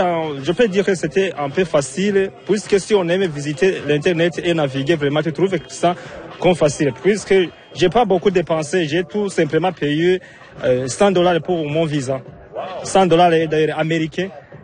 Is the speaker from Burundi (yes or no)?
yes; Burundi; Je viens au Burundi.